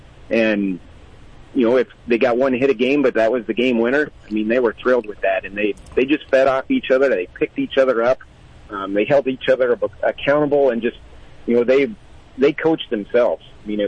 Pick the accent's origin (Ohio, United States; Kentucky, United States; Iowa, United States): Iowa, United States; I grew up in Southwest Iowa, a big baseball town down there, and grew up playing baseball.